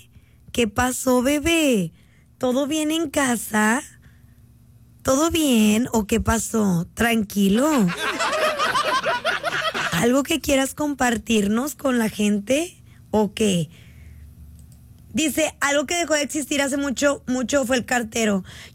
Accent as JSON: {"language": "Spanish", "town": "Guadalupe", "region": "Nuevo León", "country": "Mexico", "tie": "born or raised there", "said": "Yo vivía en Riberas del Río cuando estaba chiquita con mi familia. En Guadalupe. Yo soy de Guadalupe. Soy Guadalupe, que a mucha honra y a mucha pasión, yo. Y cuando vivía allá en Guadalupe"}